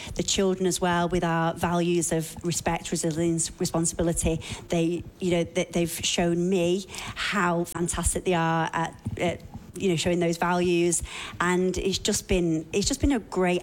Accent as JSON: {"language": "English", "region": "England", "country": "United Kingdom", "also_born_or_lived": "Queensland", "moved": "as an adult", "lives_now": "Hamilton, Australia", "said": "Yeah, so I'm originally from England. We've lived in Australia for about 12 months now. I was originally in Queensland, but we've come to Hamilton."}